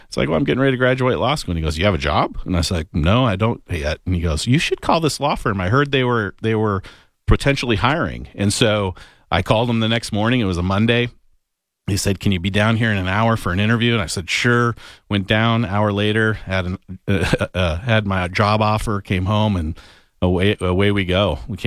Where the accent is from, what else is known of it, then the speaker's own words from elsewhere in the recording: Alberta, Canada; I was actually born in southern Alberta, Canada. Yeah, both my parents are school teachers. They took jobs at the largest Indian reservation in Canada.